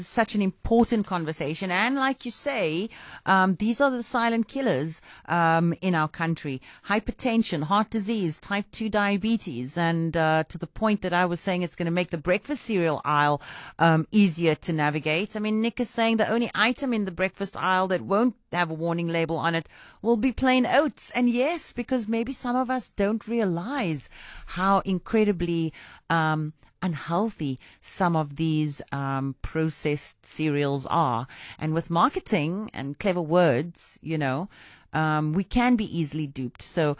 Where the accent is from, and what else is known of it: South Africa